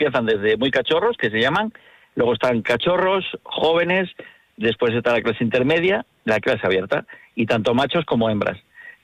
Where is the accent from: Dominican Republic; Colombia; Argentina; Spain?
Spain; Castile and León; yo soy de la zona. Uh-huh. Yo soy de... Mis abuelos vivían en Riaño, mi padre de las Alas, toda mi familia es de esa zona.